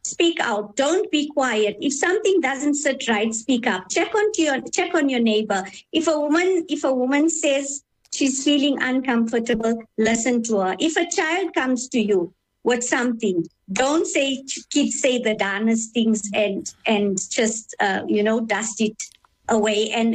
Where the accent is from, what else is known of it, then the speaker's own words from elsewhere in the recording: Gauteng, South Africa; I grew up on the East Rand. My papa's business, he had a dry cleaning business in Kempton Park. So when we were little kids, right through our teenage years, we were there in Kempton Park